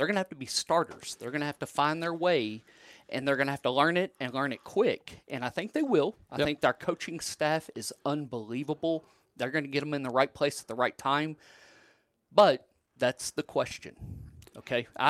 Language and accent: English; Burnet, Texas, United States; now in Llano, United States; yes, I am from Burnet, but I am Jacket through and through.